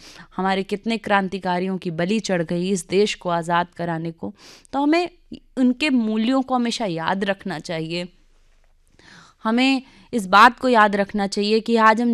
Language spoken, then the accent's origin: Hindi; Prayagraj, Uttar Pradesh, India; हम प्रयाग की भूमि में जन्मे हैं